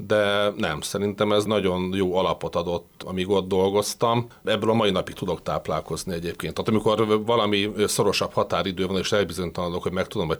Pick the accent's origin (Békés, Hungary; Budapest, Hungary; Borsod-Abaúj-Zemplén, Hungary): Budapest, Hungary; Én Budapesten születtem, itt nőttem föl, jártam hittanra, tehát a Bécsi kaputér volt nekem úgymond a kezdő anyagyülekezetem. Ott konfirmáltam Balicza Ivánnál